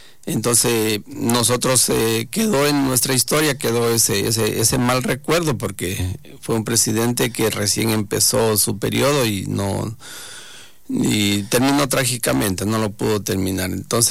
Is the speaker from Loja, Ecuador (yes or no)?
yes; Catamayo, Loja, Ecuador; como soy de Catamayo